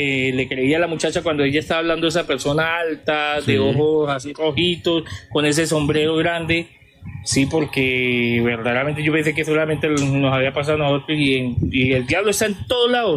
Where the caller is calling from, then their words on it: Piedecuesta, Santander, Colombia; De Piedecuesta, Santander.